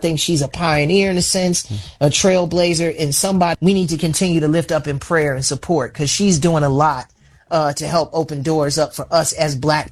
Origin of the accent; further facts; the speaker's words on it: Chicago, Illinois, United States; And also the support that I get from my fans and particularly my hometown of Chicago.